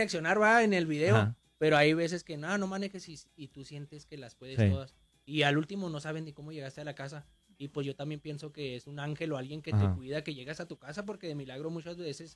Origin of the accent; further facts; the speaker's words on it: Ciudad Juárez, Chihuahua, Mexico; de donde vengo, de allá de Ciudad Juárez, ajá, o algo, ajá, y ver a la gente ahí en la colonia que, pues, crecí en un lado donde había mucho alcohol y con, uh-huh, mucha gente rebelde